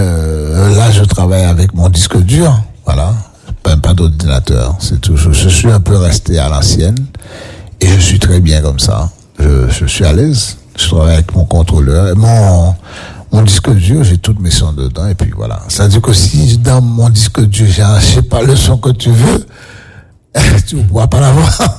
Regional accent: Le Gosier, Guadeloupe; Parce que je suis du Gosé, à l'époque, il y avait beaucoup de boîtes de nuit.

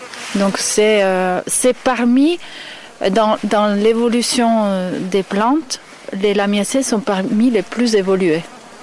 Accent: Italy; Moi, je suis italienne

